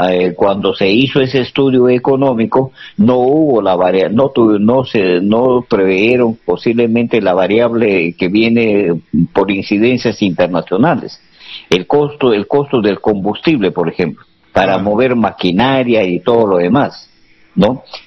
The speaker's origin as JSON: {"language": "Spanish", "town": "Lamud", "region": "Amazonas", "country": "Peru", "tie": "born there", "said": "Yo soy lamotino, yo soy nacido en Lamo."}